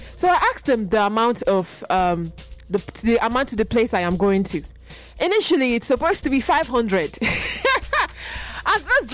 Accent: Nigeria; as a Nigerian

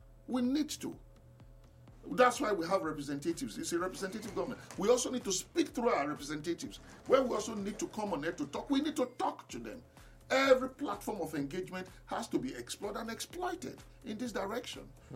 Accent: Nigeria; I'm a Nigerian too.

